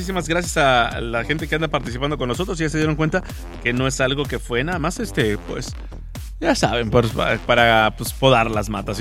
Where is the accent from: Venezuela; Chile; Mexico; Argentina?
Mexico